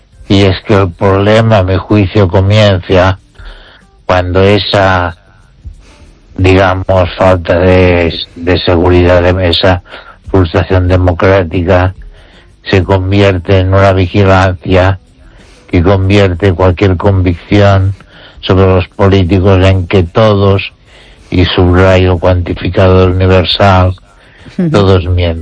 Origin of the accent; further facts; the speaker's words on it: Spain; Espero que tu audiencia me recuerde como un español que razonaba.